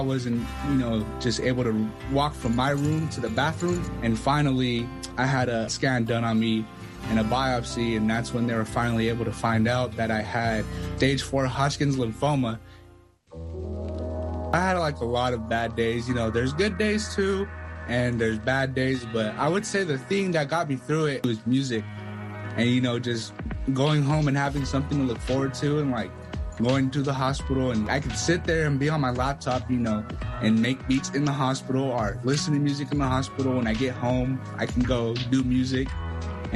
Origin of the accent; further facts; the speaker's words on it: San Jose, California, United States; I'm 18 years old. I come from San Jose, California in the Bay Area.